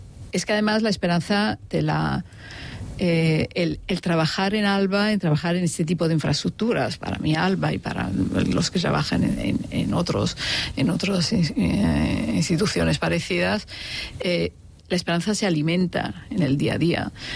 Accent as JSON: {"language": "Spanish", "region": "Andalusia", "country": "Spain", "said": "Y soy mujer y andaluza."}